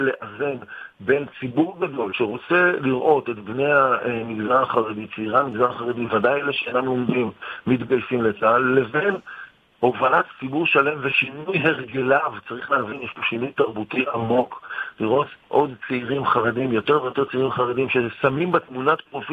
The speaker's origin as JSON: {"language": "Hebrew", "town": "Netanya", "region": "Central District", "country": "Israel", "tie": "born there", "said": "בנתניה, עיר הולדתי"}